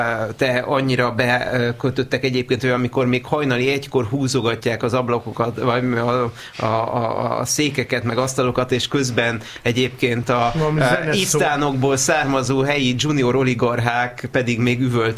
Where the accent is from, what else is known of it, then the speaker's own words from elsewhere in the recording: Budapest, Hungary; sétálok a utcákon, ahol felnőttem, szülőkerületemben